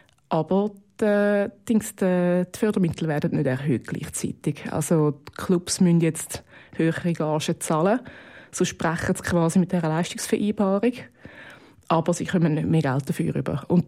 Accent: Zurich, Switzerland; also ich komme aus Zürich

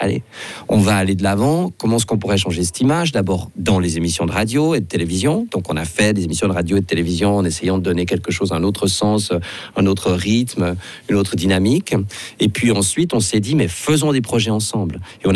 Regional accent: Switzerland; les instruments à vent sont un exemple remarquable du fonctionnement de la société civile chez nous en Suisse, vraiment.

